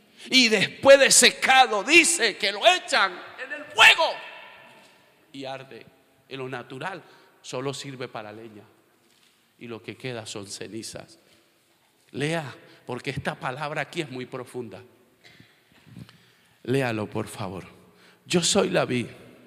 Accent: La Guajira, Colombia; la casa donde mis padres, que me dejaron mis padres en La Guajira, la casa que me dejó mi papá y mi mamá, a mí y a mi hermana

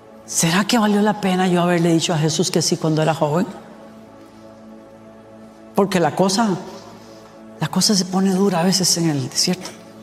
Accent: Costa Rica; decimos en Costa Rica.

